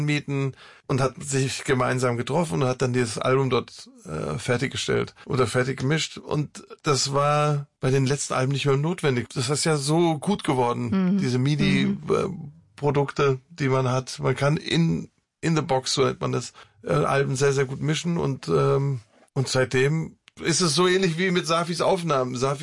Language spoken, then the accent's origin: German; Armenia; Das ist für mich als Armenier eine Steilvorlage.